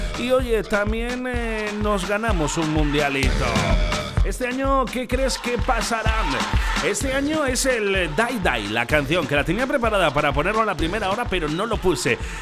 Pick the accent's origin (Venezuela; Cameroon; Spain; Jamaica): Spain; born there; Soy yo, que soy español de nacimiento, caboverdiano de cultura.